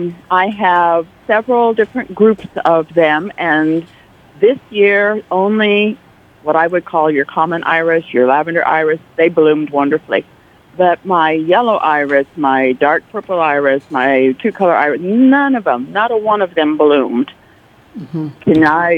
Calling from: Endicott, New York, United States; from Endicott.

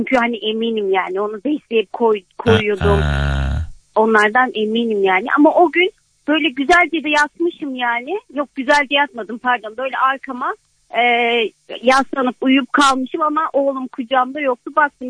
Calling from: Konya, Turkey; Merhaba, ben Konya'dan arıyorum

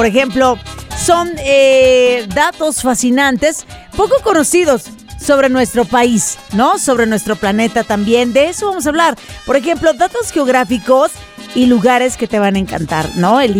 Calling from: Zumpango, State of Mexico, Mexico; de Zumpango.

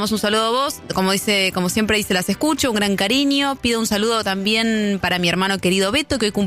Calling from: Palermo, Buenos Aires, Argentina; Quería participar por la Feria de Sabores. … de Palermo.

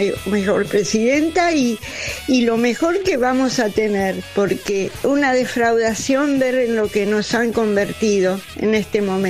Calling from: Lanús, Buenos Aires Province, Argentina; Yo soy … de Lanús, soy una persona que voy a cumplir 82 años

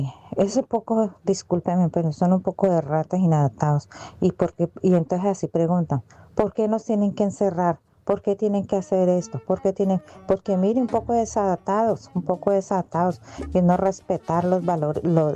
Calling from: Cali, Valle del Cauca, Colombia

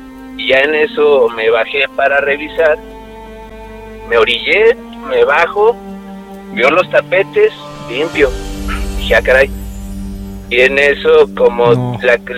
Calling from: Guadalajara, Jalisco, Mexico; De Guanatos.

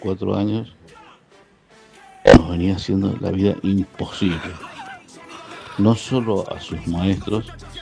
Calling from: Guaymallén, Mendoza, Argentina; Soy de Guaymallén.

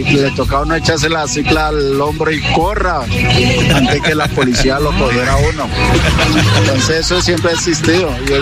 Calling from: Palmira, Valle del Cauca, Colombia; Yo yo vivo en Palmira.

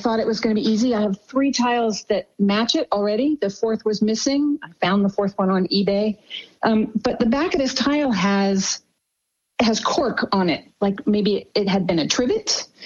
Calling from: Aiken, South Carolina, United States; I'm calling from Aiken, South Carolina.

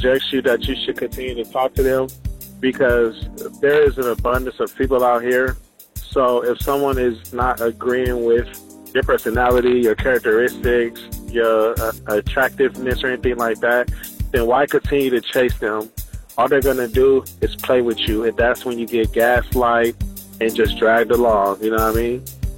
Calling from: Houston, Texas, United States; I'm calling from Houston.

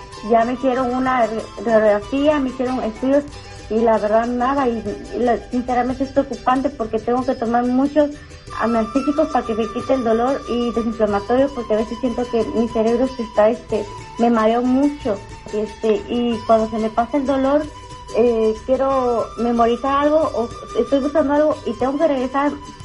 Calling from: Dallas, Texas, United States; De Dallas.

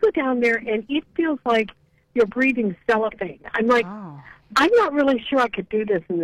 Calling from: Ohio, United States; I had like a Cleveland sticker on my bag, and she goes, are you from Ohio? And I said, yeah.

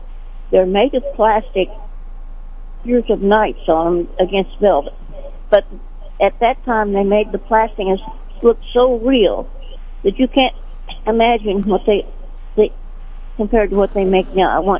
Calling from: Sedalia, Missouri, United States; I'm calling from Sedalia, and I have two items.

